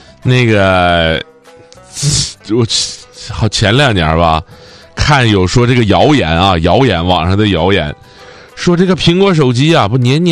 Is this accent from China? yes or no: yes; Northeast China, China; accent: Northeastern Mandarin; 我们东北话啊，就越活越回旋。